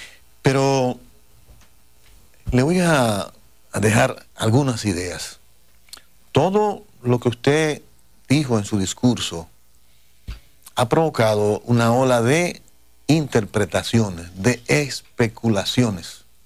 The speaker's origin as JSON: {"language": "Spanish", "country": "Dominican Republic", "said": "siento orgullo de ser dominicano"}